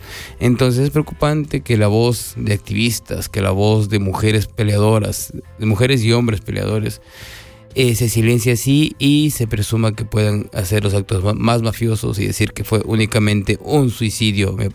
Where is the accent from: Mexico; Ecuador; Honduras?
Ecuador; Como todo el mundo sabe, yo soy de Ecuador, y en mi paisito, en mi querido terruño, han pasado algunas cosas muy tristes y muy lamentables.